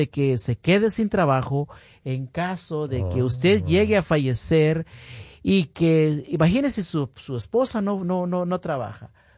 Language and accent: Spanish; Guatemala; born there; moved away; yo me acuerdo haber visto de niño allá en Guatemala.